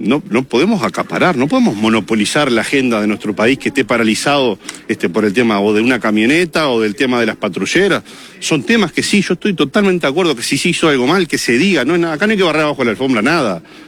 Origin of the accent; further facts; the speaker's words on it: Uruguay; nosotros como uruguayo y como gobernante